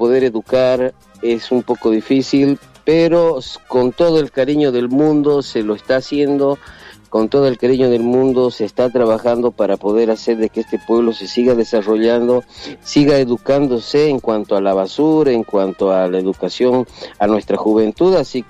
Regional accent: Bolivia; como bolivianos que somos

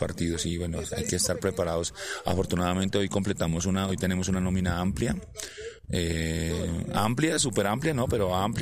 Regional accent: Ibagué, Tolima, Colombia; moved away; mi ciudad natal, Ibagué

